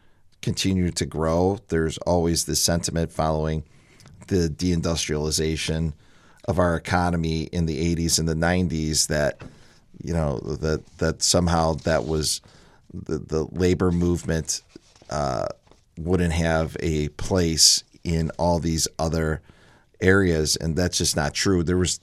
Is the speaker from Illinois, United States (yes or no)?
yes; Lockport, Illinois, United States; I was back home in my hometown this morning. I'm from Lockport, Illinois, which looks a lot like the 10th Ward. I lived on the parade route for old canal days and going to the festival. And Lockport was very much a working class town. It was an oil town.